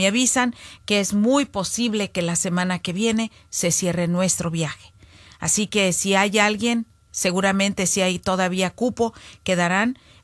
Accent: Zacualco de Torres, Jalisco, Mexico; Saludos, con el permiso de todos ustedes, de toda mi audiencia, para mis paisanos, a todos los de Zacualco de Torres, Jalisco.

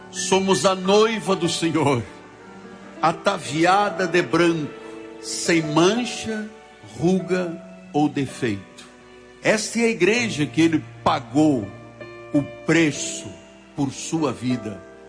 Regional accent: Luanda, Angola; born there; No meu caso particular, há 72 anos atrás, lá num país de África, numa cidade chamada Luanda, Deus me trouxe a esta terra.

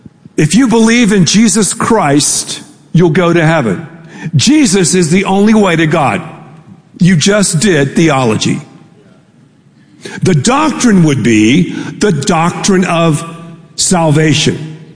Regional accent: Texas, United States

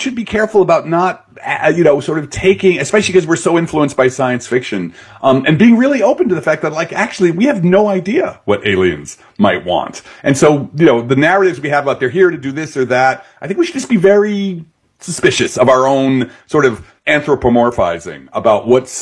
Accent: Belleville, New Jersey, United States

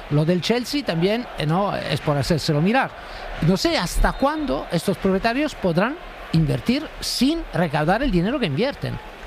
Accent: Italy; Spanish is a second language; also born or lived in England; tú has dicho que he vivido en Inglaterra, pero yo soy italiano, así que me acuerdo de cuando en Italia se hacían equipos sin dinero

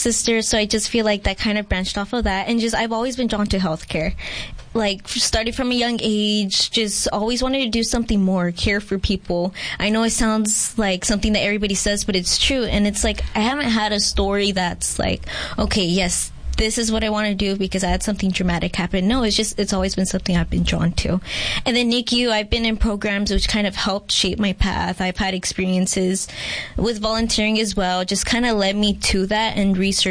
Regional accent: Somerton, Arizona, United States; also born or lived in Georgia; now in Yuma, United States; So I am from Somerton, born in Georgia, so raised in Somerton, but did almost everything here in Yuma.

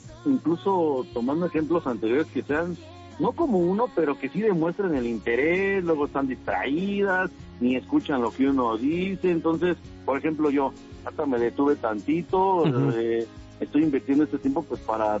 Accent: State of Mexico, Mexico; de Poznan Izkalli, pero tengo carro, así que me puedo trasladar a donde ella quiera.

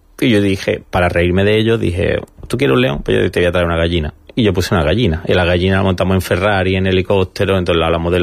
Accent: Vélez-Málaga, Andalusia, Spain; moved away; also born or lived in Milan; el poder realizar mi trabajo desde aquí, desde mi tierra, que es donde lo que más amo.

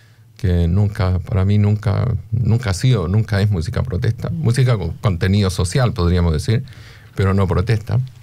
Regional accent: Rancagua, O'Higgins, Chile; moved away as an adult; also born or lived in Santiago, Chile; now in Australia; Bueno, chileno, obviamente. Nací en Santiago, pero me crié en la ciudad de Rancagua, de ahí donde pasé toda mi vida prácticamente, hasta que nos vinimos a Australia

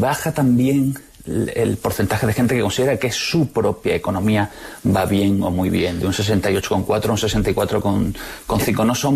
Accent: Andalusia, Spain; un rara una futbolística andaluza.

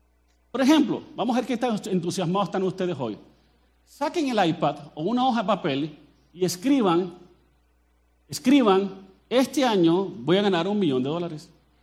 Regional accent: Colombia; yo no soy chapín, ni soy charrasqueado, ni soy salvadoreño, soy colombiano, hablo como colombiano.

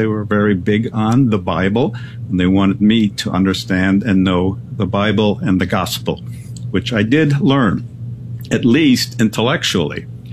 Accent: Chicago, Illinois, United States; also born or lived in Cologne, Germany; I was born in Germany in Cologne, the big cathedral city. But when I was about 2 or 3 months old, I said to my mom, let's go see America. And she wanted to see America too. So my dad took us all, the three of us, immigrated to Chicago.

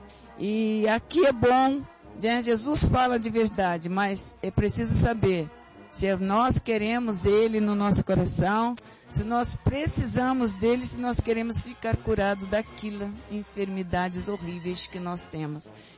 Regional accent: Rio de Janeiro, Brazil; Eu vim daqui do Rio de Janeiro mesmo, eu venho de Pilares.

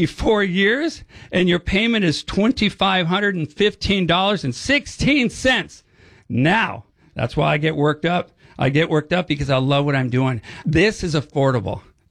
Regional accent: Colombia; now in United States; I love this country. I'm a patriot from Colombia, and we are saving the American dream.

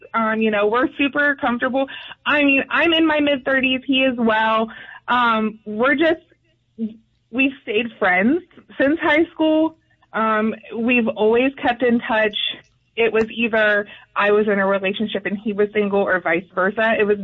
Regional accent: Ohio, United States; Listen, I am from Ohio.

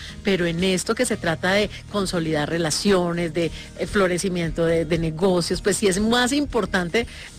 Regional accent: Cali, Valle del Cauca, Colombia; yo soy caleña, durante muchos años manejé mis horas musicales y especialmente tropicales

